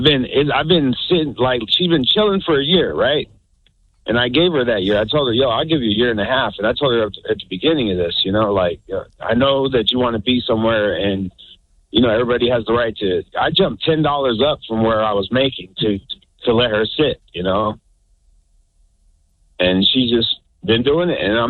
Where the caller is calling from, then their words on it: Las Vegas, Nevada, United States; I'm from Vegas